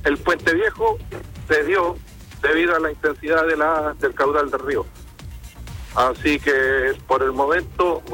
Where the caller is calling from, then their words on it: Lautaro, Araucanía, Chile; estoy llamando desde Lautaro.